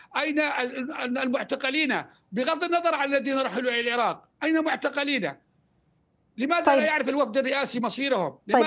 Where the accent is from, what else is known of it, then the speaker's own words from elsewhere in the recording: Al-Malikiyah, Al-Hasakah Governorate, Syria; تصور أن أنا من أبناء المنطقة المالكية، أبناء قريتي اللي تابعين المنطقة المالكية أو ناحية العربية بشكل كامل